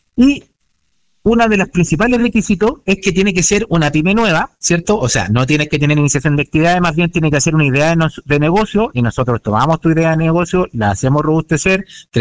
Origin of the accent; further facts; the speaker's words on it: Chile; siendo uno siempre chileno